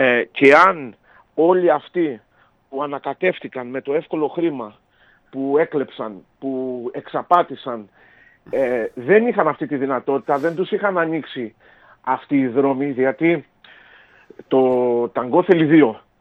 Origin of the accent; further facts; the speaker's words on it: Amariano, Crete, Greece; το λέγαμε και στο χωριό μου, το Αμαριανό Παιδιάδος